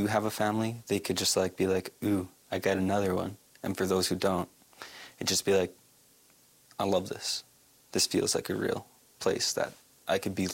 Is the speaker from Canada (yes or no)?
yes; British Columbia, Canada; now in Big River First Nation, Canada; I grew up in British Columbia, and there I lived with my mother and my stepdad. And then we moved out here to Big River First Nation, and I started living with my grandmother.